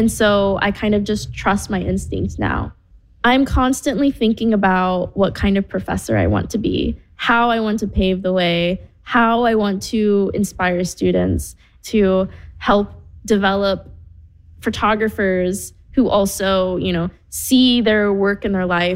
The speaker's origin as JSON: {"language": "English", "town": "Hamilton", "region": "Ohio", "country": "United States", "tie": "born or raised there", "said": "Growing up in Hamilton, Ohio, I was one of the two Asian people in my high school."}